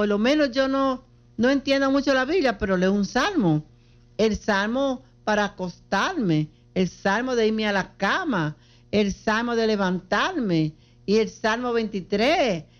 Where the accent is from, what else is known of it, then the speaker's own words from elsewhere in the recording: Dominican Republic; somos dominicanos